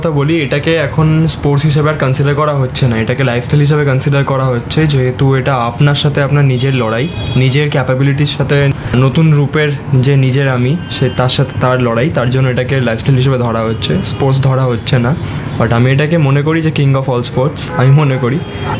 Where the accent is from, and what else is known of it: India